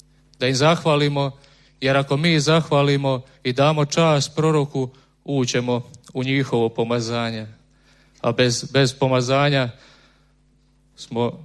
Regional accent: Runović, Split-Dalmatia County, Croatia; now in Imotski, Croatia; dolazim iz Runovića, to je mala općina pored Imotskoga, trenutno živim i djelujemo kao zajednica na području baš grada Imotskoga.

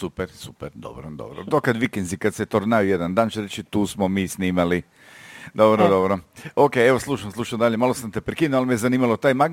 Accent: Istria County, Croatia

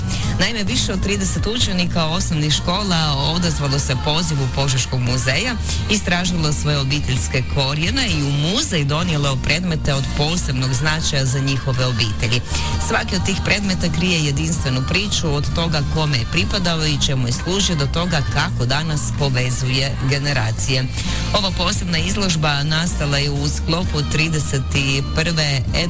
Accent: Slavonia, Croatia; kod nas u Slavoniji

